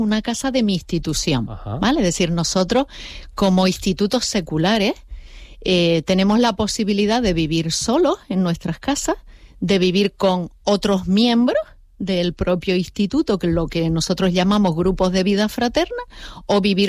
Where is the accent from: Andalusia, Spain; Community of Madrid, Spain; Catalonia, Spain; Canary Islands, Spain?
Canary Islands, Spain; La Palma; now in Gran Canaria, Spain; me vengo de La Palma, porque yo soy de La Palma.